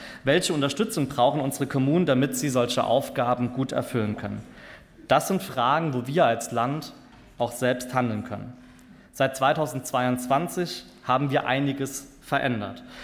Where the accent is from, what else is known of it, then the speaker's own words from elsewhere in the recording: Saarbrücken, Saarland, Germany; Ich denke dabei auch an meine Heimatstadt Saarbrücken.